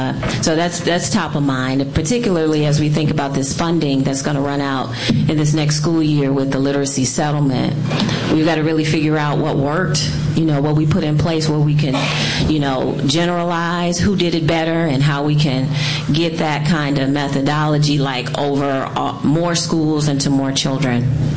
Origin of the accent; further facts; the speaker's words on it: Detroit, Michigan, United States; You know, I grew up in Southwest Detroit, which I always say is like a little small town near Ecorse and River Rouge.